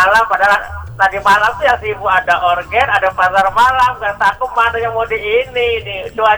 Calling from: Bengkulu, Indonesia

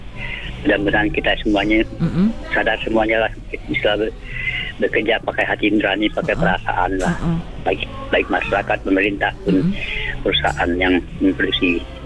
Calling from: Bonti, Sanggau, West Kalimantan, Indonesia

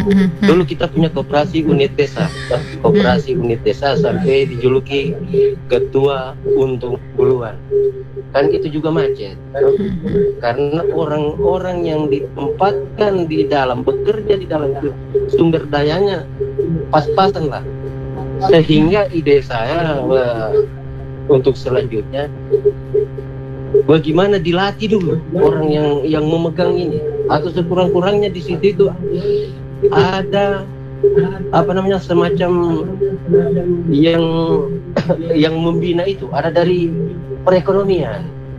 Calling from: Kawatuna, Central Sulawesi, Indonesia; Iya, saya dari Kawatuna.

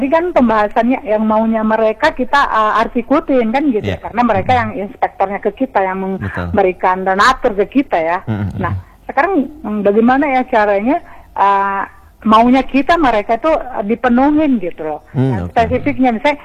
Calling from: Aceh, Indonesia; kita orang Aceh ini

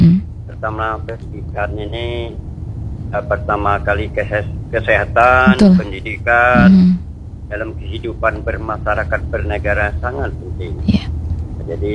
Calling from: Bangka Belitung Islands, Indonesia; dari Bolinijo.

